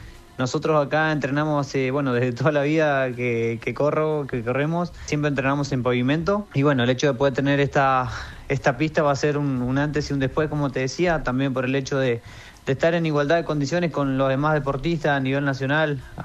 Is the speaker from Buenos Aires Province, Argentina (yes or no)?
no; Gualjaina, Chubut, Argentina; now in Esquel, Argentina; Yo soy de Gualjaina. Allá, cuando yo corría en Gualjaina, los primeros meses corría al borde o alrededor de una cancha de fútbol que había. Y bueno, después ya me vine acá a Esquel